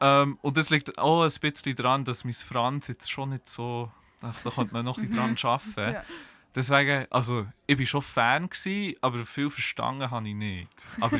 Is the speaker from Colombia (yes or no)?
no; Bern, Switzerland; deswegen komme ich sogar extra aus Bern daher.